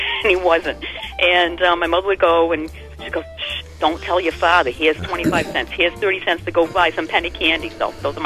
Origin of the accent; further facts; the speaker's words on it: Webster, Massachusetts, United States; now in Thompson, United States; from Thompson. I'm originally from Webster, Mass.